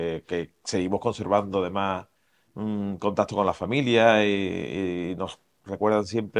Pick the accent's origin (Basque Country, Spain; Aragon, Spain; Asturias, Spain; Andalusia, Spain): Andalusia, Spain; tenemos un reconocimiento de nuestra tierra muy importante